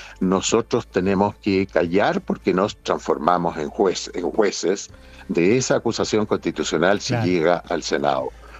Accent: Magallanes and Chilean Antarctica, Chile; como nos decimos en Magallanes. Yo soy magallánico.

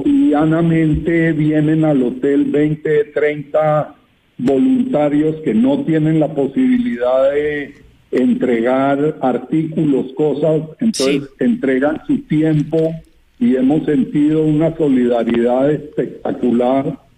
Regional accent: Bogotá, Colombia; moved away as an adult; also born or lived in Venezuela; Yo no soy venezolano por nacimiento, nací en Bogotá, nací, crecí y me eduqué en Bogotá. Me fui a Venezuela por el secuestro de una hermana y en Venezuela me casé y me reproduje.

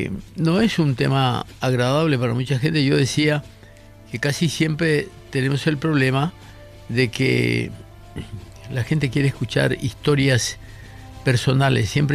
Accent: Paraguay; la verdadera unidad posible es la que nos consagra como paraguayos, esa representación original que adquirimos al momento de nacer

